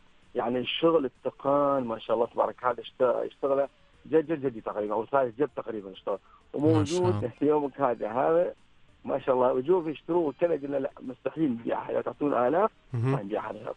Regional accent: Oman; متوفرة في عندنا في سلطنة عمان الحمد لله

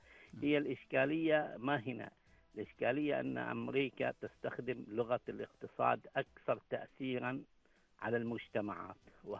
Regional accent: Oman; هناك الآن أنا أعتبرها هذه رسالة إيجابية لنا نحن كعمانيين بشكل خاص.

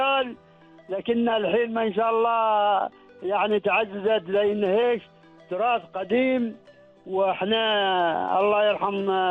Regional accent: Oman; عمان بلدنا عمان

